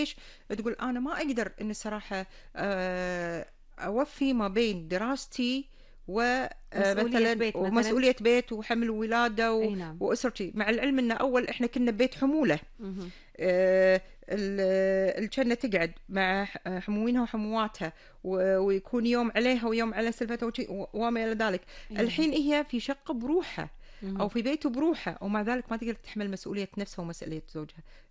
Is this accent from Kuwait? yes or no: yes; Kuwait; الكويت الله يعز ديرتنا